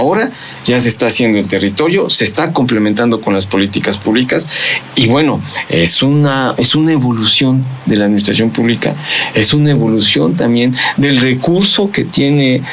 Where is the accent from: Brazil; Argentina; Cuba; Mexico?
Mexico; Puebla; Soy poblano, nacido aquí. … porque mis abuelos de Córdoba, Tepos por parte de mi mamá